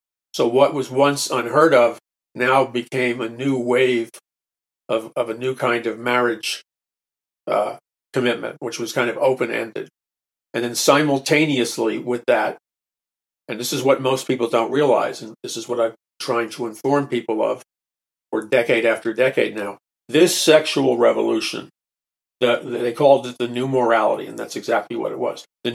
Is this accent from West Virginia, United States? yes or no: no; New York City, New York, United States; when I first was a little boy growing up in New York City